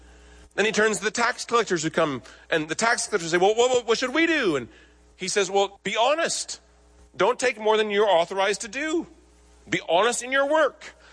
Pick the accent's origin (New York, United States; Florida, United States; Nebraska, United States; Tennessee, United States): Nebraska, United States; out in the cornfields where I grew up in Nebraska